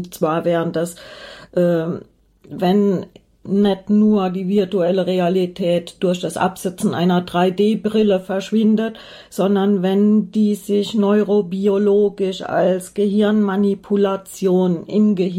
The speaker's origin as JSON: {"language": "German", "region": "Hesse", "country": "Germany", "tie": "born there", "said": "ich stamme ja aus Hessen gebürtig"}